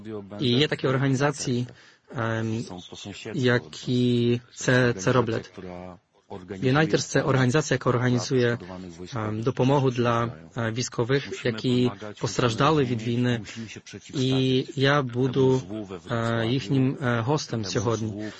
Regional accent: Poland; ми, поляки

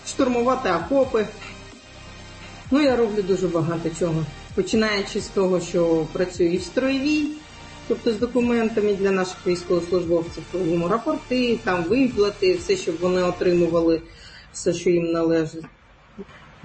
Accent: Crimea, Ukraine; Я кримська татарка, ми мусульмані всі.

